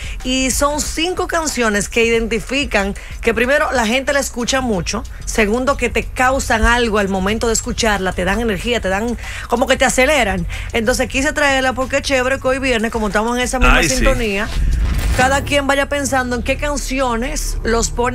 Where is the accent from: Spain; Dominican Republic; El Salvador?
Dominican Republic; Cibao; soy cibaeña